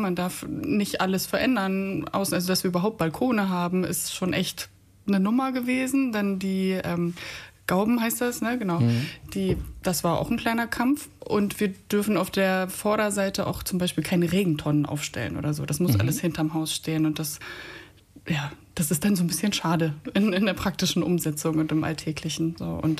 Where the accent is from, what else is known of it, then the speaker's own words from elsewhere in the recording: Hamburg, Germany; Genau, also wir kommen eigentlich aus Hamburg